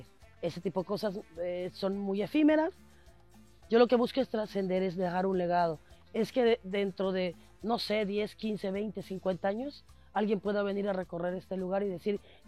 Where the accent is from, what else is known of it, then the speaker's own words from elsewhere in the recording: Mexico; todo reconocimiento te permite darte cuenta como mexicano que, porque a veces perdemos eso, la conciencia de que estamos en un gran país con una diversidad impresionante en todos los sentidos, y a veces como mexicano nosotros no lo valoramos.